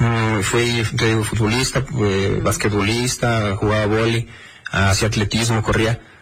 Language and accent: Spanish; Libres, Puebla, Mexico; Yo en lo personal, como crecí en Libres, me gusta el clima de acá.